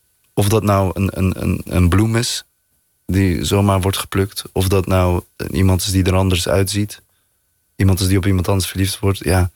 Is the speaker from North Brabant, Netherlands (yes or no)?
yes; North Brabant, Netherlands; born or raised there